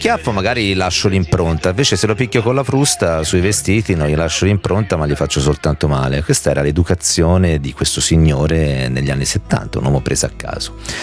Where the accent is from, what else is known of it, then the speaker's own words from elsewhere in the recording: Genoa, Liguria, Italy; Sì, sì, sì, sì, sì, anche da genovese